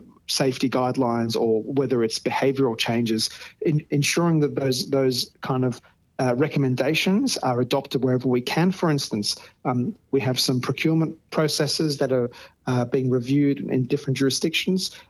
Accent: Australia; born there; also born or lived in Iran; I was born in Iran, came to Australia, you know, when I was seven.

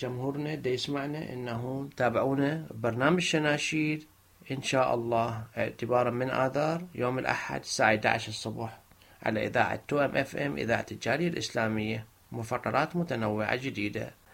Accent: Iraq; احنا ما عندنا بالعراق

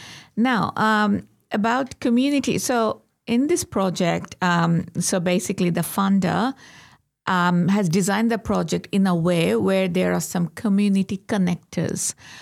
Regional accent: Bangladesh; moved away; Oh, yeah, of course. I came from Bangladesh.

